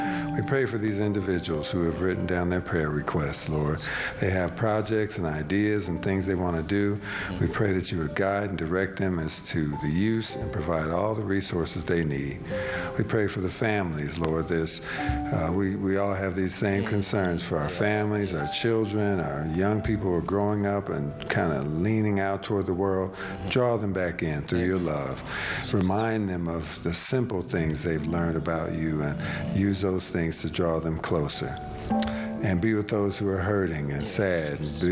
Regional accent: Huntsville, Alabama, United States; Huntsville, Alabama.

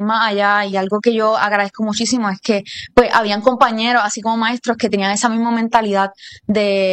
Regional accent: Puerto Rico; pues solicitar a Estados Unidos siendo un estudiante puertorriqueño es bien complicado, y más siendo estudiante de escuela pública.

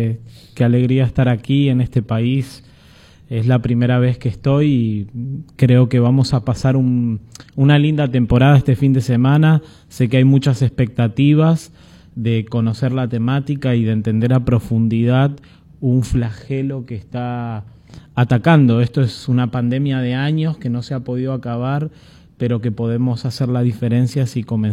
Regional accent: Buenos Aires, Argentina; moved away as an adult; now in Colombia; Yo era un joven de los barrios de Buenos Aires. Se darán cuenta que no soy ni colombiano ni puertorriqueño, soy argentino, solo que vivo en Colombia porque mi esposa es colombiana y trabajamos allá en la misión.

